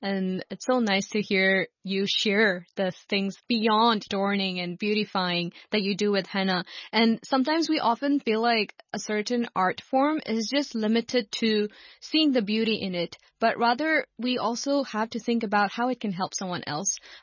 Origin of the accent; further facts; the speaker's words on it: Hong Kong; if we're growing up here in Hong Kong